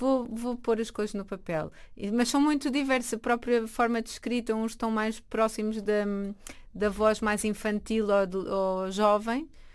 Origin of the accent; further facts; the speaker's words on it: Lisbon, Portugal; Desde uma zona que foi em tempos mais rural, que é Carnide, onde eu cresci